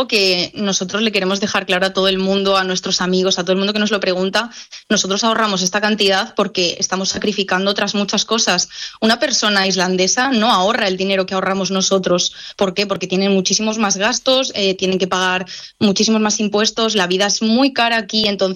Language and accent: Spanish; Spain; moved away as an adult; cada vez que les decimos que somos españoles, nos dicen, ¿está lleno de españoles? Sí, la verdad es que somos muchos los que venimos aquí.